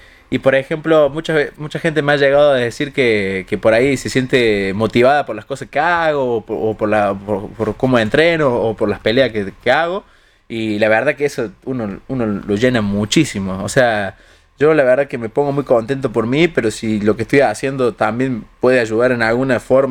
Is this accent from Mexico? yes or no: no; Alta Gracia, Córdoba, Argentina; moved away as an adult; la verdad que lo extraño muchísimo Altagracia, y también extraño mucho las etapas cuando vivía acá en Altagracia.